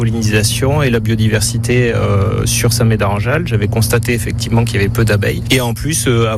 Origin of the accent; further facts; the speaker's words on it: Bordeaux, Nouvelle-Aquitaine, France; je suis originaire de Bordeaux. J'ai 45 ans